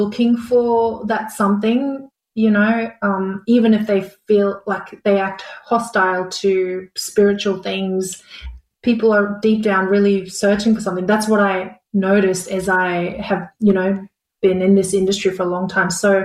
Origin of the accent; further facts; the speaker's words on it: Brisbane, Queensland, Australia; Yeah, so I grew up in Brisbane going to a Korean church, and that's where I guess I started my singing at church